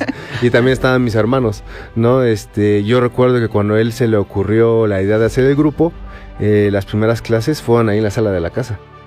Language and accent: Spanish; Pachuca, Hidalgo, Mexico; soy totalmente oriundo de aquí nací, aquí he vivido.